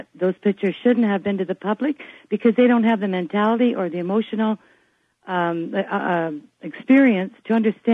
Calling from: Canada; I'm a Canadian.

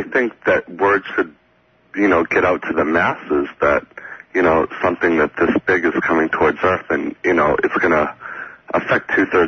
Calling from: San Diego, California, United States; I am in San Diego.

